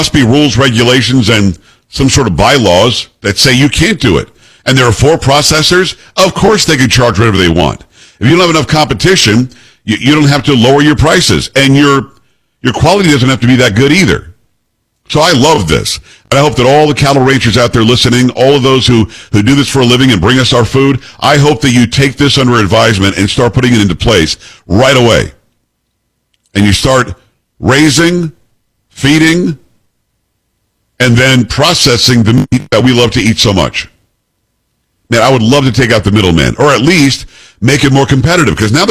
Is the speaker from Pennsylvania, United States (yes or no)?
no; Florida, United States; Now, when I grew up in South Florida, we had a next-door neighbor